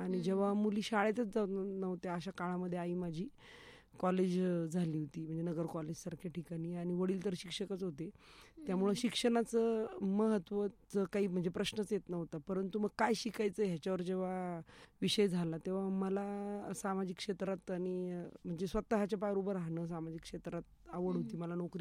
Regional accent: Ahilyanagar, Maharashtra, India; माझं माहेर कोलार आहे, भगवतीपूर, परंतु वडील शिक्षक होते, त्यांच्या नोकरीमुळे आम्ही नगर शहरातच राहिलो, नगर शहरातच जन्मलो. आणि माझं सासर केडगाव आहे, परंतु आम्ही इथे नगरमध्ये राहतो, दिल्ली गेट या ठिकाणी, माझ्या सासूबाईंच्या नोकरीमुळे.

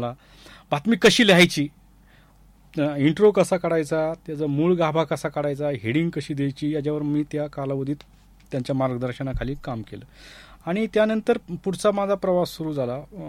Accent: Koradgaon, Maharashtra, India; moved away; also born or lived in Nashik / Nagpur; मी मूळ अहमदनगर जिल्ह्यातला पाथर्डी तालुक्यातील कोरडगाव हे माझं गाव, प्रामुख्याने दुष्काळी पट्ट्यातील ते गाव आहे आणि थोडस शेतीच्या संबंधित लोक आहेत तिथे, जास्त शेतकरी वर्ग

